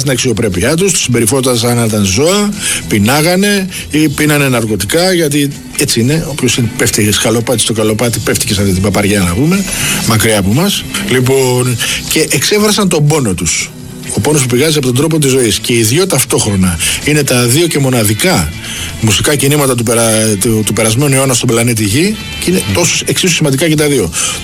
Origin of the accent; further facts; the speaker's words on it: Skiathos, Thessaly, Greece; now in Piraeus, Greece; Η καταγωγή μου είναι από τη Σκιάθο. Ενημέρωσα εδώ στο Πασαλιμάνι, αλλά η καταγωγή είναι από τη Σκιάθο